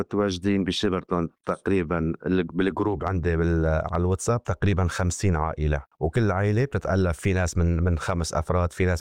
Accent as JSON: {"language": "Arabic", "country": "Syria", "moved": "yes", "lives_now": "Shepparton, Australia", "said": "وأهالينا وأهالي الجالية السورية اللي بمدينة شبرتون كتير تضرروا يلي عايشين بسوريا وبتركيا"}